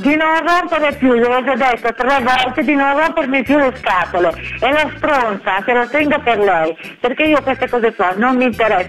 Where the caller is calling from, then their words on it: Sardinia, Italy; Io sono un sardo, va bene?